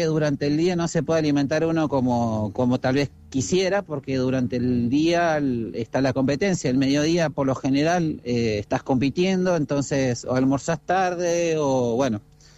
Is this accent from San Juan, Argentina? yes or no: no; Puerto Madryn, Chubut, Argentina; now in Córdoba, Argentina; siempre mi corazón está con el sur, obviamente, porque fue el lugar donde nací, donde me crié. Bueno, me crié en realidad en Puerto Madryn, y siempre tengo muchos recuerdos y mucho cariño hacia la zona.